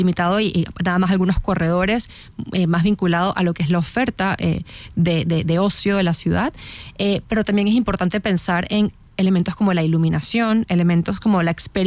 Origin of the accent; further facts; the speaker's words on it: Caracas, Capital District, Venezuela; yo soy de Venezuela y en Venezuela empecé a estudiar la importancia de la noche como espacio para socializar, ¿no? Habiendo crecido en Caracas